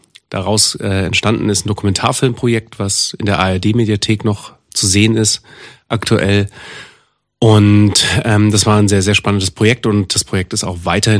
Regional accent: Saxony, Germany; Und Sachsen finde ich da natürlich ein total spannendes Umfeld, weil es A, meine Heimat ist

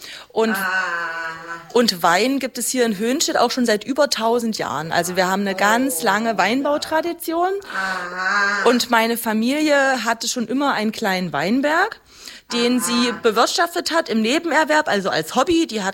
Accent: Höhnstedt, Saxony-Anhalt, Germany; ich komme aus Höhnstedt.

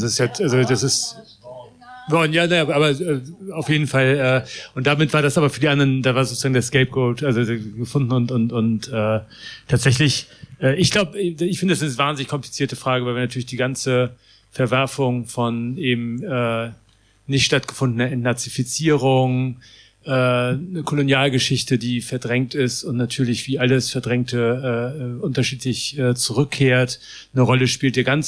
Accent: Germany

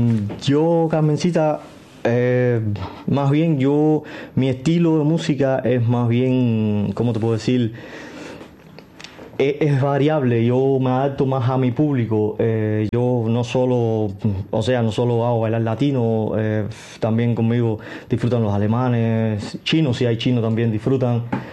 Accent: Cuba; now in Stuttgart, Germany; no porque sea cubano, porque ya siendo cubano

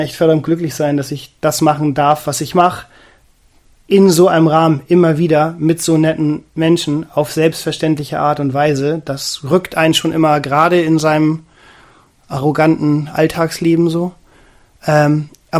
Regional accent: Northern Germany, Germany; wir sind aus Norddeutschland.

